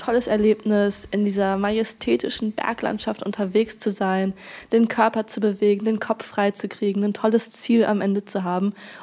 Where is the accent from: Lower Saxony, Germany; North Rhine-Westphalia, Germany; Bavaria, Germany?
North Rhine-Westphalia, Germany; Bielefeld; born there